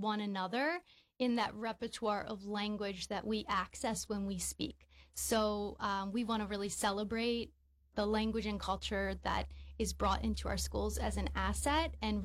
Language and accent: English; East Coast, United States; now in Midwest, United States; coming from somewhere outside of the Midwest, where I grew up on the East Coast